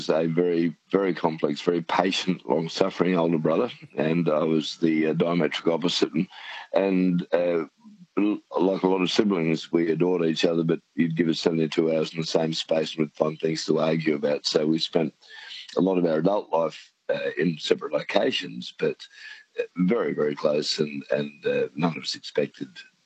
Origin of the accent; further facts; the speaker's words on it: Stanthorpe, Queensland, Australia; I was born in the Stanthorpe Hospital in 1964, and that was a privilege, because it was a small regional hospital, and I still live on the family property, 38 km west of us, southwest of Stanthorpe off the Granite Belt